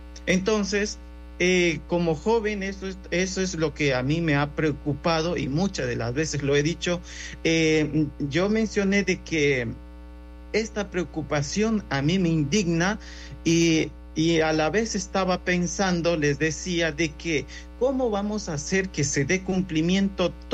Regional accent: Orellana, Ecuador; Bueno, en sí yo vengo de la provincia de Orellana, perteneciente a la parroquia de Ayuma de la comunidad Shuarzaquim.

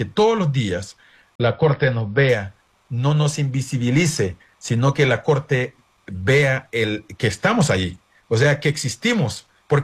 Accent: Iriona, Colón, Honduras; que yo nací allá en Iriona, desde ahí donde mi mamá me enseñó a sembrar yuca, a sembrar coco.

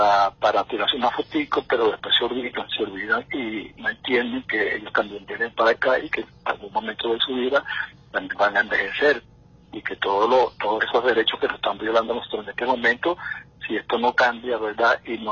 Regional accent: Venezuela; reencontrarnos como país, como venezolanos

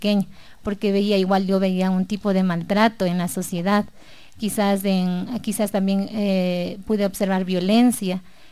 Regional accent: Quito, Pichincha, Ecuador; born there; yo soy de Quito, nací en Quito, mis papás son de Quilajaló

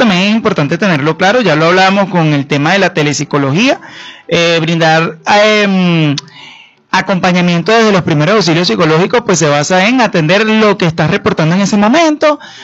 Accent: Venezuela

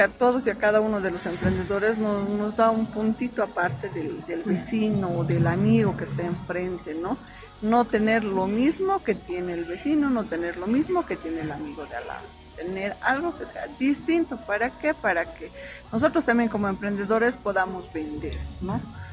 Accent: Potosí, Bolivia; moved away; somos varias que somos de Potosí

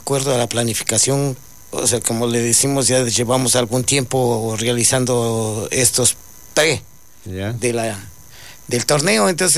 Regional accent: Quito, Pichincha, Ecuador; moved away as an adult; No, yo llegué de Quito hace 20 años y estoy de lleno metido en los campeonatos.

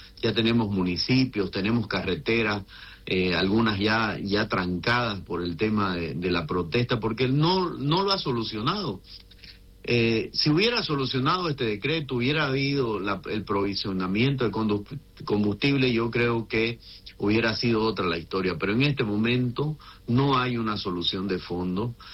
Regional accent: Santa Cruz, Bolivia; el futuro que tenemos que tener como productores cruceños y bolivianos.

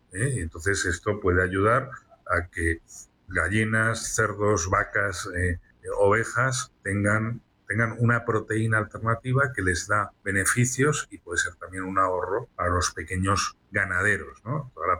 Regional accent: Valencia, Valencian Community, Spain; en mi ciudad de origen, en Valencia

